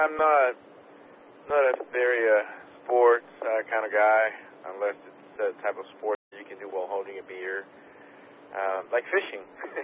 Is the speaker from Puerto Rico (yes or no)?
yes; Puerto Rico; moved away; I grew up in Puerto Rico, which is, you know, pretty humid.